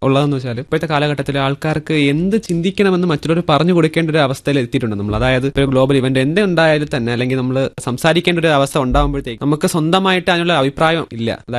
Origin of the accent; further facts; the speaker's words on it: Varkala, Kerala, India; ഞാൻ വരുന്നത് വർക്കലയിൽ നിന്നാണ്.